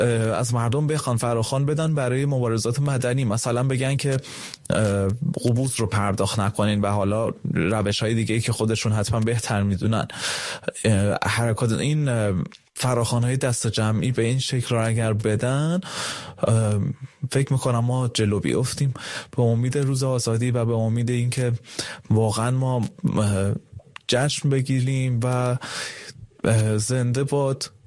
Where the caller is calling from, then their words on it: Tehran, Tehran Province, Iran; من از تهران هستم.